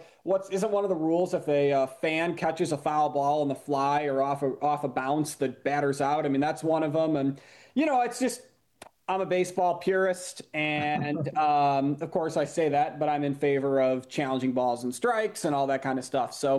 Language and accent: English; Chicago, Illinois, United States; I'm a Chicagoan.